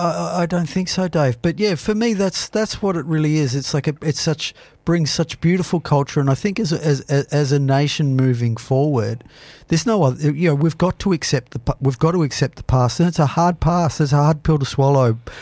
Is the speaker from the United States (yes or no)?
no; Australia; It's one of those things for me about being Australian and the way forward.